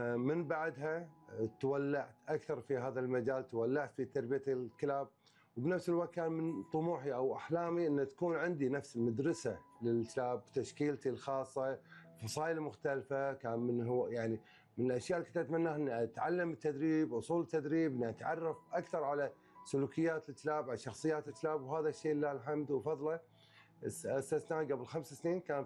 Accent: Kuwait; احنا عندنا في الكويت تعتبر من افضل المستويات على مستوى العالم

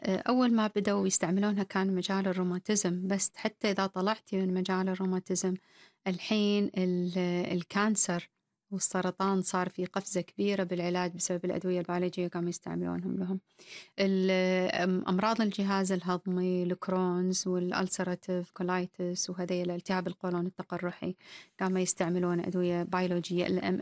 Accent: Kuwait; أنا كويتية وأن أنا أشتغل بالكويت.

